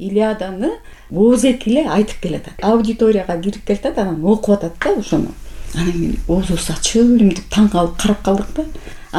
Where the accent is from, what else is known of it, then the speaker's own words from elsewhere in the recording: Bishkek, Kyrgyzstan; also born or lived in Sokuluk; Мен мектепте окуй элек болчумун. Ошол учурда көчүп келдик да, Кызыл Аскерде чоң энемде келдим.